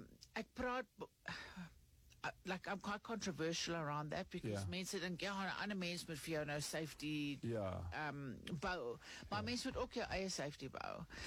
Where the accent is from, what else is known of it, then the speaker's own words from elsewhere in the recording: Johannesburg, Gauteng, South Africa; born there; also born or lived in Cape Town; Ja, ek is hier in Johannesburg gebore